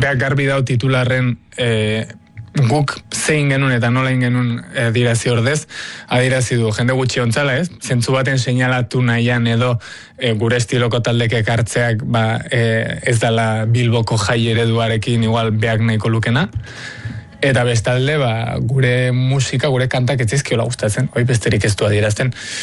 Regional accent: Tolosa, Basque Country, Spain; now in Madrid, Spain; ni Tolosarra naiz.

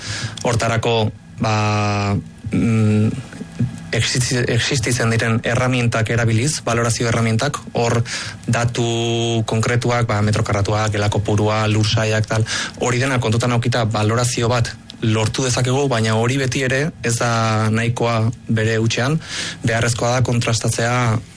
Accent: Hernani, Basque Country, Spain; ni Hernaniarra naiz, beti herrian bizitua

